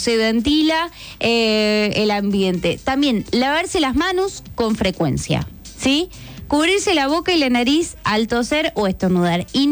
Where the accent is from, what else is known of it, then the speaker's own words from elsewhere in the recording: Entre Ríos, Argentina; acá somos de Entre Ríos y nos gusta compartir el mate y la galletita y todo eso